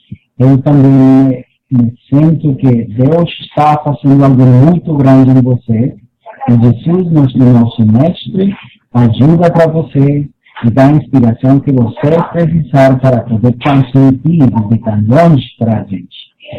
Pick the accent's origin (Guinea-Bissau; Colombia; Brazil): Colombia; Portuguese is a second language; now in Miami, United States; Falando desde Miami, Florida, para os ouvintes do Brasil. Eu sou colombiano, moro nos Estados Unidos